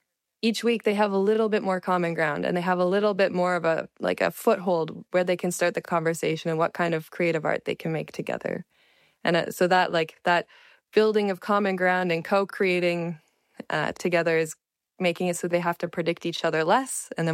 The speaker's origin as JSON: {"language": "English", "country": "Canada", "said": "I'm from Canada.\""}